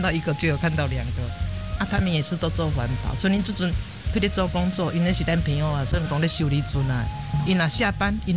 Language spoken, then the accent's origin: Chinese; Magong, Penghu County, Taiwan; 就我们澎湖这边马公，我们近，我们骑车还不到十分钟就到家了